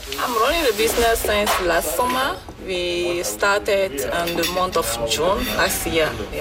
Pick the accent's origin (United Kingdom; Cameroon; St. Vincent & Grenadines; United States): Cameroon; now in Saskatoon, Canada; I'm from Cameroon